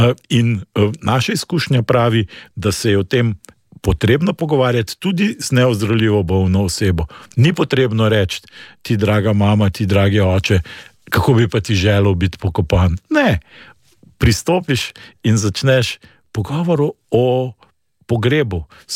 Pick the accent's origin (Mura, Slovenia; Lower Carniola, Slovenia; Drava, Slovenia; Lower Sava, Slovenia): Lower Carniola, Slovenia; jaz prihajam z Dolenjske